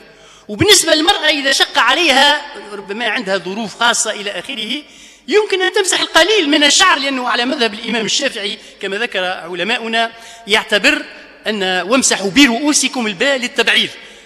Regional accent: Tunisia; ونحن عندنا في تونس

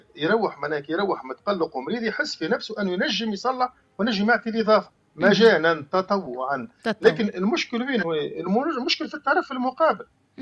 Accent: Tunisia; now in France

